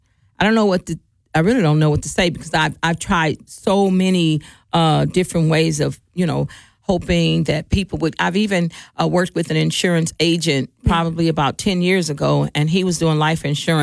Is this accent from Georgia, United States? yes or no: no; Milwaukee, Wisconsin, United States; Okay, well, I grew up in the city of Milwaukee, born and raised. Yeah. Been here all my life, I actually grew up on 18th and Locust.